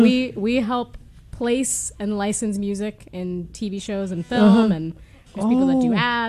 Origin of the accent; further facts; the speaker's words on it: Pennsylvania, United States; also born or lived in Nashville, Tennessee; now in Los Angeles, United States; I'm not from Memphis. I'm from Pennsylvania originally.